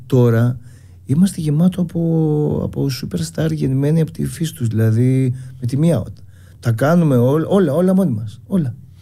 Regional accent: Central Greece, Greece; Α, ξέρω, είναι Φωκίδα κοντά το χωριό μου, αλλά το σημερινό όνομα δεν θυμάμαι.

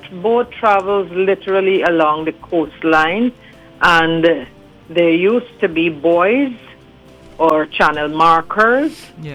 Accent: Mabaruma, Barima-Waini, Guyana; I was born in Mabaruma.

